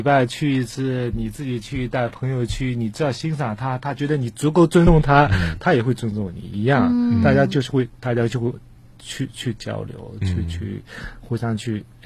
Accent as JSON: {"language": "Chinese", "region": "Shanghai", "country": "China", "said": "我们上海人其实也应该"}